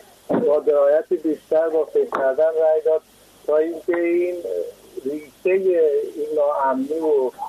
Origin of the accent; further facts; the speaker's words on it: Afghanistan; now in Sweden; من از همزبانه همسایتون از افغانستان هستم